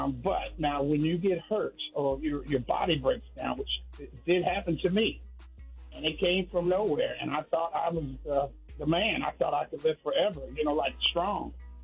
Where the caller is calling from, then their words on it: North Carolina, United States; I'm calling from North Carolina.